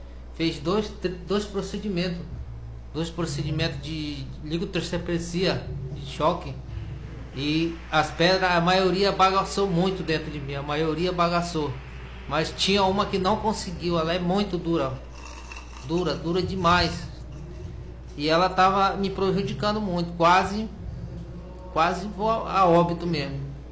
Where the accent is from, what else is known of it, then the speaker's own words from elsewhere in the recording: Manicoré, Amazonas, Brazil; Sou natural de Manicoré, realmente eu estou no JK, JK1, morando com meu irmão, que mora aqui.